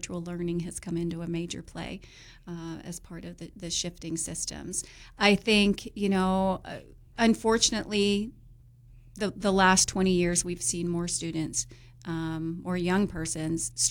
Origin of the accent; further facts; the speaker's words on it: Pittsburgh, Pennsylvania, United States; moved away as an adult; now in Elk County, United States; I was born and raised in Pittsburgh, Pittsburgh, PA here, and grew up in a not so well-off area and a not so well-off family structure.